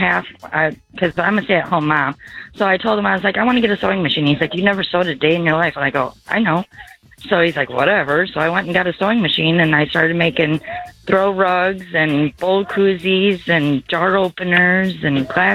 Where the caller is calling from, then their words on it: Wonder Lake, Illinois, United States; Wonder Lake, Illinois.